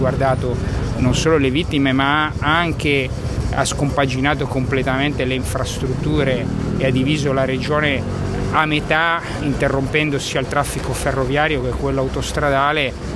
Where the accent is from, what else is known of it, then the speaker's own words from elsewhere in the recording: Genoa, Liguria, Italy; io sono qua presente, dal 2014, sono membro di governo, sono di Genova